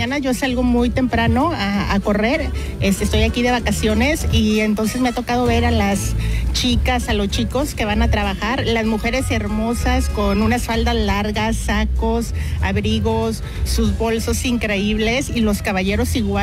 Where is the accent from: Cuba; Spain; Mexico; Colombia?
Mexico; Pues yo soy mexicana y la verdad estoy sorprendidísima.